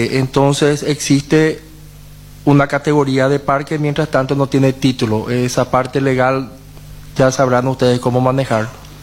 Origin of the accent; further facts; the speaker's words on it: Paraguay; now in Agua Dulce, Paraguay; como ciudadanos, como paraguayos